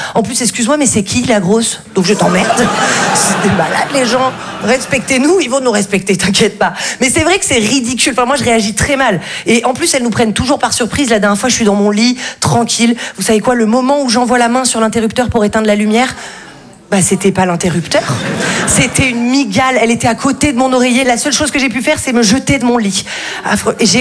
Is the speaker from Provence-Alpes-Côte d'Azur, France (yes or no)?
yes; Val-de-Blore, Provence-Alpes-Côte d'Azur, France; parce que moi, je viens d'un tout petit village qui s'appelle Val-de-Blore. C'est sublime, mais alors, il faut pas du tout se faire mal là-bas